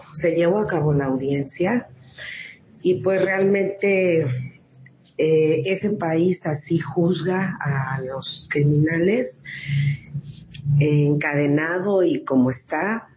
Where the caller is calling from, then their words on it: Morelos, Mexico; de Morelos.